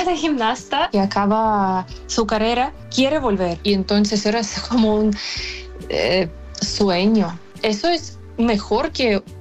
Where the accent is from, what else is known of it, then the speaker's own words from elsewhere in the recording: Ukraine; Spanish is a second language; moved away as an adult; also born or lived in Kyiv; now in Barcelona, Spain; Ella solo sabía que soy ucraniana.